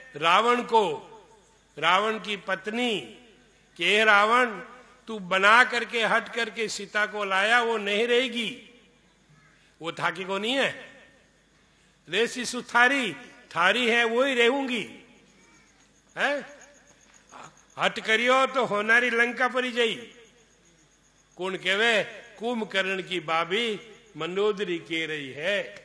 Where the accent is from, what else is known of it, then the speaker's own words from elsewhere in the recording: Rajasthan, India; first language Marwari; मारवाड़ी राजस्थानी बोल गया, हमारी मातृभाषा है